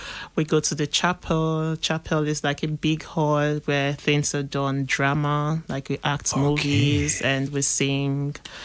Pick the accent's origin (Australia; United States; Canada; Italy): Italy; Rome, Lazio; English is a second language; I grew up in Roma, and then we visited Firenze, Milano, other cities.